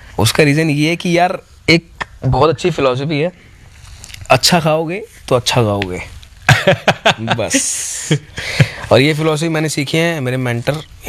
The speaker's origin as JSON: {"language": "Hindi", "region": "Punjab", "country": "India", "said": "मैं भी पंजाबी हूँ, वो भी पंजाबी हैं और पूरे पंजाब को वर्ल्ड वाइड रिप्रेजेंट भी कर रहे हैं, ठीक है, सर पे पगड़ी है, मेरी भी सर पे पगड़ी है"}